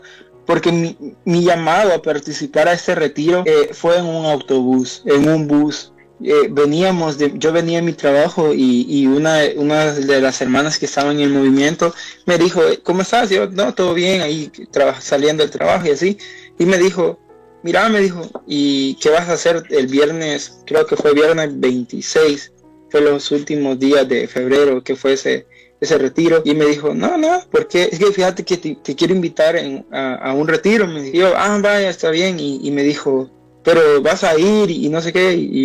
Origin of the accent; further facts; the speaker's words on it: El Salvador; soy un joven del Salvador, tengo 27 años